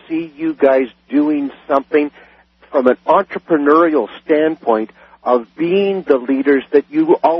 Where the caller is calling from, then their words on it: Toronto, Ontario, Canada; I'm calling from Toronto.